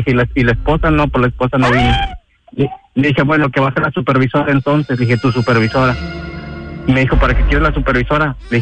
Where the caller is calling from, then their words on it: Santa Catarina, Nuevo León, Mexico; Ahorita ando aquí por Prados del Sol, Santa Catarina.